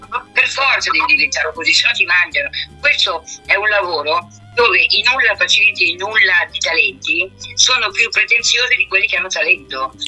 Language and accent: Italian; Sicily, Italy; E poi a Sicilia è la mia terra